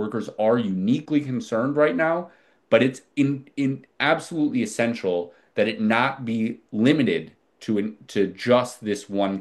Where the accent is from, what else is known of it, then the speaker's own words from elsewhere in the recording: Minnesota, United States; born there; my home state of Minnesota